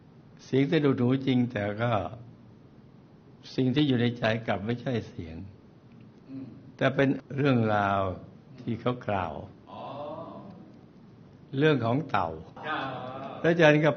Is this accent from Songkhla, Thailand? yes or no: yes; Hat Yai, Songkhla, Thailand; ก็ผมเป็นลูกคนจีนโดยกำเนิดบ้านเดิมอยู่หาดใหญ่จบการศึกษาจังหวัดอะไรหาดใหญ่คณะบริหารธุรกิจการตลาด